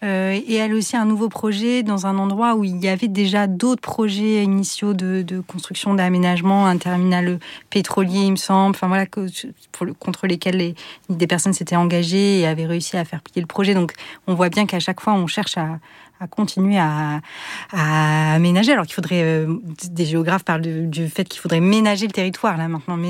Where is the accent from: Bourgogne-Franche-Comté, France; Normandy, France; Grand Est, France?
Normandy, France; La Hague; moi c'est là où j'ai grandi